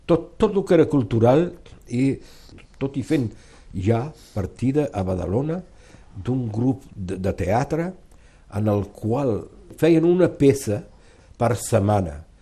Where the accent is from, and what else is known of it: Perpignan, Occitania, France; born or raised there; also born or lived in Toulouse